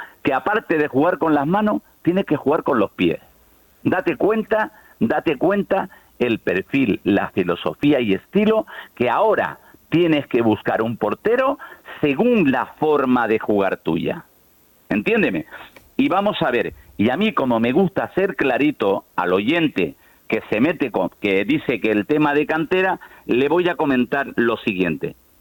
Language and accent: Spanish; Icod de los Vinos, Canary Islands, Spain; que el drago de mi pueblo, el milenario, dico de los vinos.